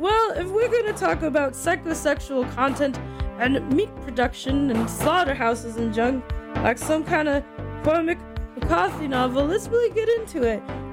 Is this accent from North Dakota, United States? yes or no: no; Fairfield, California, United States; When I was growing up in Fairfield, they made us go on a field trip of juvie.